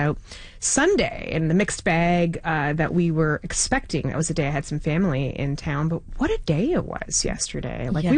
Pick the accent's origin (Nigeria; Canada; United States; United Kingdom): Canada; Victoria, British Columbia; I grew up in Victoria, which was very small. I was like the Vancouver Island Regional Free Throw Champion.